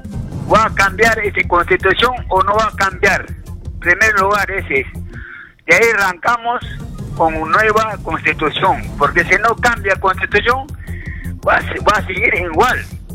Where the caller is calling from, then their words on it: Pachacámac, Lima, Peru; De acá, Pachacamac.